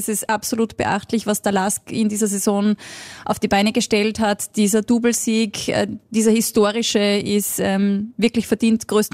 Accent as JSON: {"language": "German", "town": "Linz", "region": "Upper Austria", "country": "Austria", "tie": "born or raised there", "said": "Das kann ich als Linzerin im blau-weißen Umfeld großgezogen."}